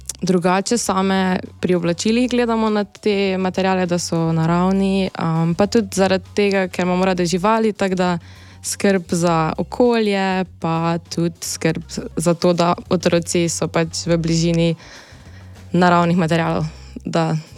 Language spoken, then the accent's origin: Slovenian; Brežice, Lower Sava, Slovenia; mi prihajamo iz Brežic